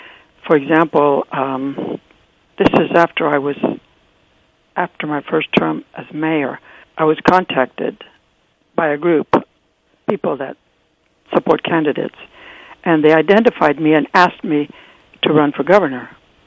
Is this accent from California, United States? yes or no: yes; San Bernardino, California, United States; Because it's my hometown, and I'm just so sad at what has happened here.